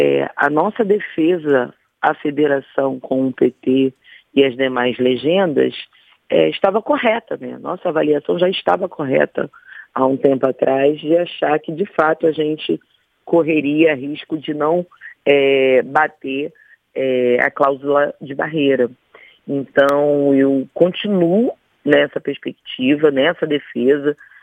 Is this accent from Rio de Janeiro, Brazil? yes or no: yes; Rio de Janeiro, Brazil; eu sou cria da Maré